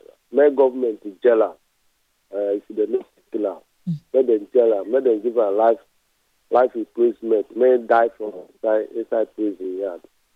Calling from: Ojo, Lagos, Nigeria; from Ojo.

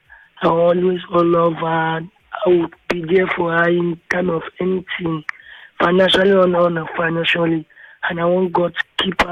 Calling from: Ogun, Nigeria; I'm calling from Ogun State.

